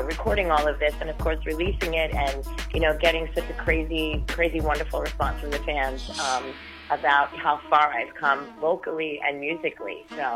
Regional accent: Staten Island, New York, United States; I'm a New York girl. I was born in Long Island, and, you know, I grew up in Staten Island

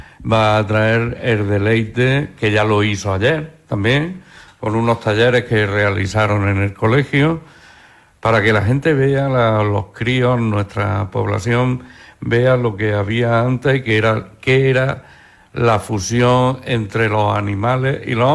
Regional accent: Villanueva de Tapia, Andalusia, Spain; Nosotros somos malagueños, pero nos sentimos cordobeses y un poco también granaínos, y la verdad es que ese arraigo de cultura es lo que ha hecho que en Villanueva de Tapia, año tras año, se vaya realizando la Feria de Ganado

